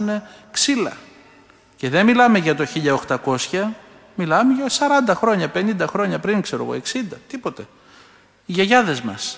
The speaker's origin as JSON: {"language": "Greek", "region": "Peloponnese", "country": "Greece"}